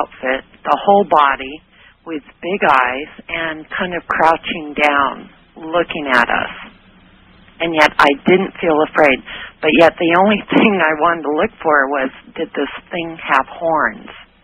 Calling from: San Marcos, California, United States; I'm in San Marcos.

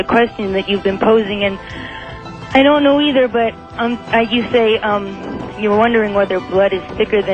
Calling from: Calabasas, California, United States; calling from Calabasas.

